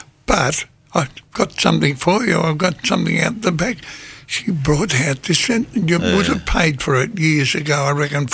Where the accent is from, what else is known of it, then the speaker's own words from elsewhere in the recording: Melbourne, Victoria, Australia; I grew up in West Heidelberg